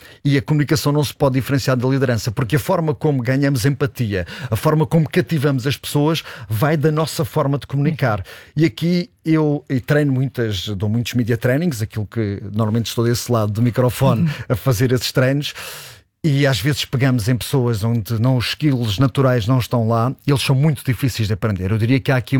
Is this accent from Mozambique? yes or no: no; Alentejo, Portugal; moved away as an adult; now in Lisbon, Portugal; vivi fora de Lisboa há muitos anos, sou alentejano e portanto vim para Lisboa já bastante tarde